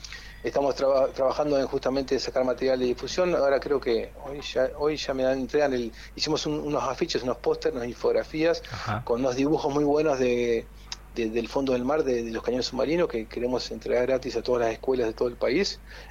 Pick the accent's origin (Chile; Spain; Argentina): Argentina; Entonces, como bueno, los competitivos somos de argentinos, dijimos, bueno, primera expedición en Argentina, queremos llegar a 1.000